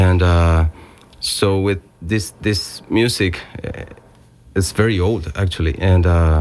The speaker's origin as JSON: {"language": "English", "country": "Argentina", "said": "Not just because I'm from Argentina, because that's a cliche thing"}